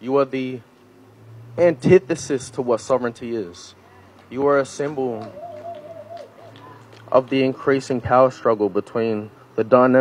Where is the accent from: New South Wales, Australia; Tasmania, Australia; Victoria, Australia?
New South Wales, Australia; I don't recognize Australia. I'm not Australian. I'm Gomeroi. I'm Dungari. Yeah. I'm Binsbury. Me. I'm mob.